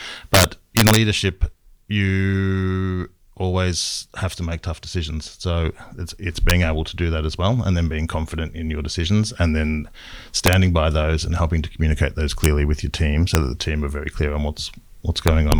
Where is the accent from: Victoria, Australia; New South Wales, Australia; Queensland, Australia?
Victoria, Australia; Melbourne; I grew up in Melbourne, but in the eastern suburbs, and a lot of my extended family are from the country